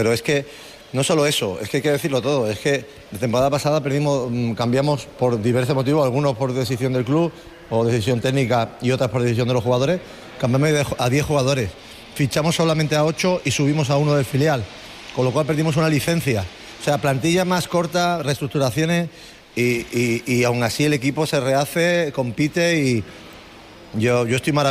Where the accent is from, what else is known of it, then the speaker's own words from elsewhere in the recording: Málaga, Andalusia, Spain; Y yo soy de Málaga, yo soy de Maristas, yo muy orgulloso